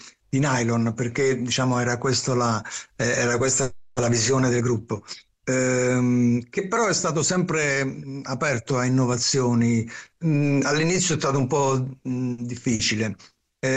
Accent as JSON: {"language": "Italian", "town": "Savona", "region": "Liguria", "country": "Italy", "said": "Io appunto sono di Savona"}